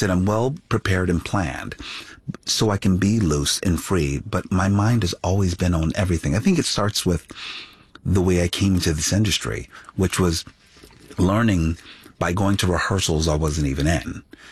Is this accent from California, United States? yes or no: no; Philadelphia, Pennsylvania, United States; Inner city West Philadelphia, where, you know, a lot of blue collar folks. I was the first in my family to go to college.